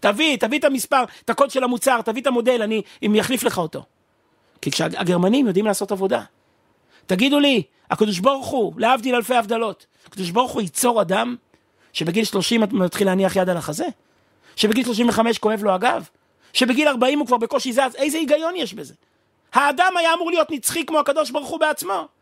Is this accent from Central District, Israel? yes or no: yes; Kfar Chabad, Central District, Israel; אני גדלתי בבית הכנסת המרכזי, בכפר חבד